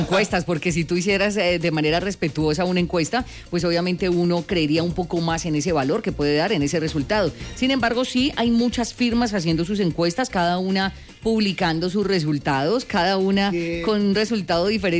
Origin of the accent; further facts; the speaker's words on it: Colombia; que uno como ciudadano y como colombiano tiene todo el derecho de hacerlo